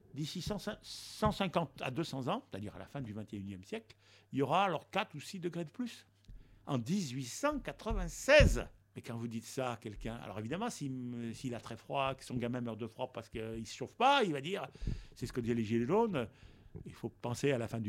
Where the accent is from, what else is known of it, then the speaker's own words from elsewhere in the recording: Auvergne-Rhône-Alpes, France; sous le Massif Central, je suis auvergnat, les gens se rencontrent.